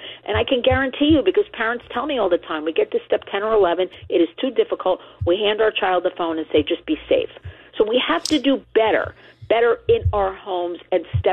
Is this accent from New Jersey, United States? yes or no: yes; New Jersey, United States; New Jersey. Everybody, my home state, proud to say.